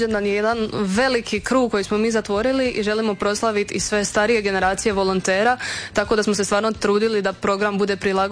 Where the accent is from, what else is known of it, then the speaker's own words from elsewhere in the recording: Zagreb, City of Zagreb, Croatia; now in Split, Croatia; ja sam inače iz Zagreba i kad sam došla ovdje